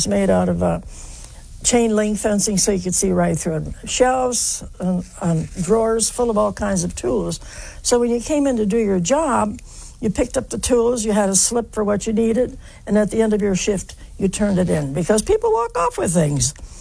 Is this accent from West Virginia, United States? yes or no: yes; West Virginia, United States; born there; And I said, well, I was born in West Virginia